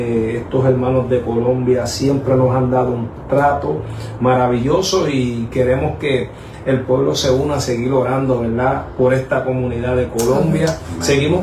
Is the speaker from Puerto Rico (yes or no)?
yes; Puerto Rico; ¿Cuántos somos de Puerto Rico?